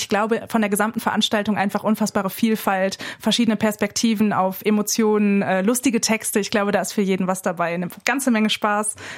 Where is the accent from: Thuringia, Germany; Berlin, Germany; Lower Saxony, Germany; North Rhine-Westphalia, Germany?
Lower Saxony, Germany; Achim; Also ich würde sagen, die Erinnerung vor allem an meine Schule in Achim ist definitiv mein Zuhause, meine Heimat.